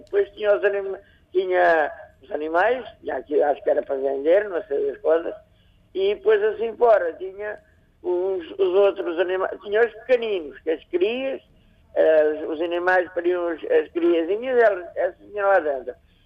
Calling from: Penalva, Portugal; eu sou aqui da Penalva.

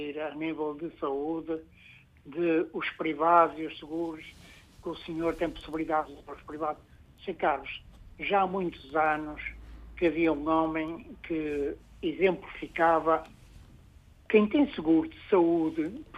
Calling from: Porto, Norte, Portugal; Estou a falar do Porto.

